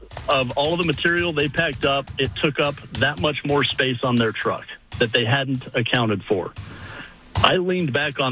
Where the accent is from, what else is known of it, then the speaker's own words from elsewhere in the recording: Colorado, United States; also born or lived in St. Louis; now in Cleveland, United States; I was moving from St. Louis out to Cleveland, Ohio. Colorado native, but I've been in St. Louis for several years.